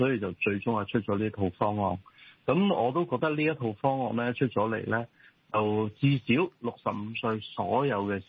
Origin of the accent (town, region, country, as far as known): Hong Kong